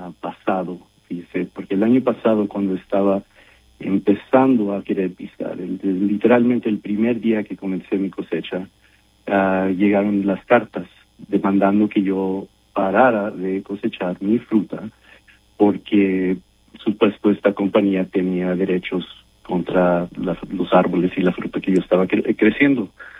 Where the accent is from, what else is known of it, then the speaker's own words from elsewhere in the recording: Mexico; now in United States; Bueno, puedo decir que soy como cualquier otra persona, mexicano aquí en los Estados Unidos, y yo me considero muy orgullosamente americano porque me encanta este país